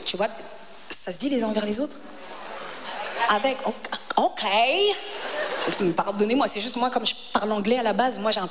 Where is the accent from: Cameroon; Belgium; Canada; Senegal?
Senegal; Moi, les gars, je suis sénégalaise, hein.